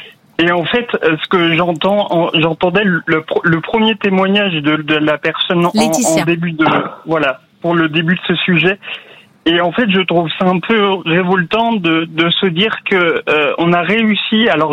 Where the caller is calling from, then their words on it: Paris, Île-de-France, France; De Paris.